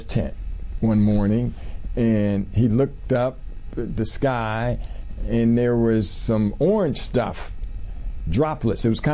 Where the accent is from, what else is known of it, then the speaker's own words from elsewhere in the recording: Columbus, Ohio, United States; I wrote a book about growing up in Columbus called … a family memoir.